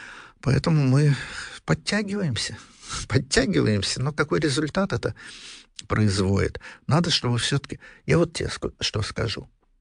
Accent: Russia; Я говорю, да я вот из России

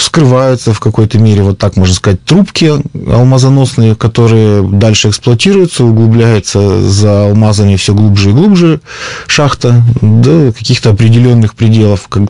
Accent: Perm, Perm Krai, Russia; я родился и вырос в Перми. Я, можно сказать, патриот Пермского края.

